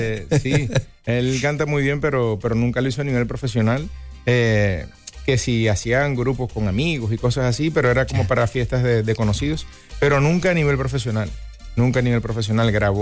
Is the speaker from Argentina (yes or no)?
no; Maracaibo, Zulia, Venezuela; now in Miami, United States; yo soy originalmente de una ciudad que se llama Maracaibo, Venezuela.